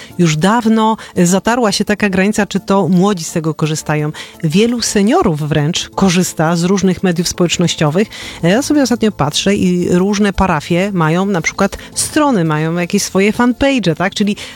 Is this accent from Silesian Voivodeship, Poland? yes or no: yes; Częstochowa, Silesian Voivodeship, Poland; bo sama jestem częstochowianką, więc jakby gdzieś to medium bliskie mojemu sercu.